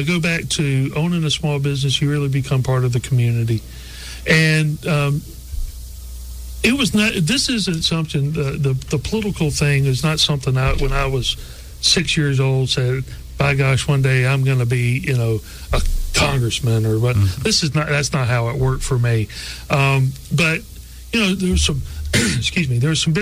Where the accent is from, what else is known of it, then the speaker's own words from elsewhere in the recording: Baldwin County, Alabama, United States; also born or lived in Wiregrass, Alabama; I grew up in Baldwin County, lived in the Wiregrass.